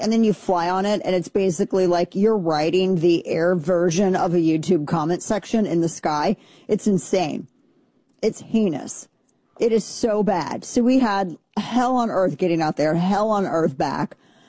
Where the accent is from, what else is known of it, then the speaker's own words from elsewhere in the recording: Texas, United States; I'm like, I am also from Texas.